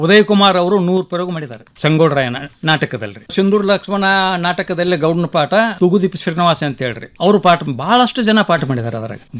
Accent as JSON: {"language": "Kannada", "region": "Karnataka", "country": "India", "tie": "born or raised there", "said": "ಜಮಖಂಡಿ ತಾಲೂಕಿನ ಕೌಟಿಗವ."}